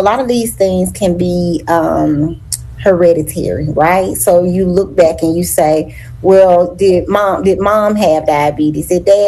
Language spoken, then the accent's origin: English; Alabama, United States; I'm from Alabama, so we are big on tea, okay?